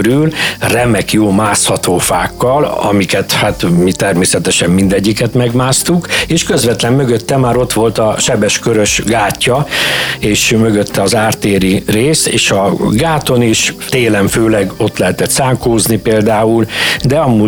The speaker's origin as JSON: {"language": "Hungarian", "region": "Békés", "country": "Hungary", "tie": "born or raised there", "moved": "yes", "said": "Én nagyon szerencsés helyen nőttem föl, még ott Békés megyében."}